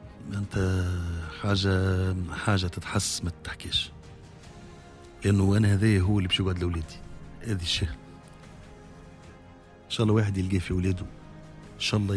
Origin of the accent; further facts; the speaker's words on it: Tunisia; انا كمواطن تونسي عندي صوره وعندي صوت